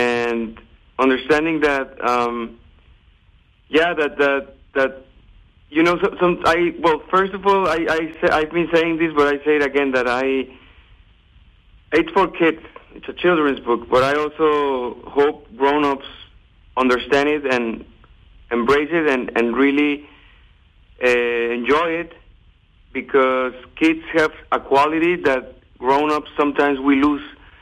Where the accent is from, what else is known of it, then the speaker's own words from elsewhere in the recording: Guadalajara, Jalisco, Mexico; first language Spanish; English is a second language; moved away as an adult; also born or lived in United Kingdom / United States; Well, I am born and raised in Guadalajara, Jalisco, Mexico. So I speak Spanish all the time. I think in Spanish. I always bring my Mexican expressions.